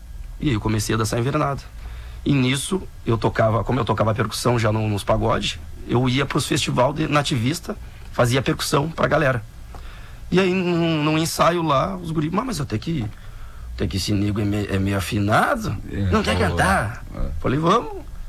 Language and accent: Portuguese; São Gabriel, Rio Grande do Sul, Brazil; eu sou de São Gabriel.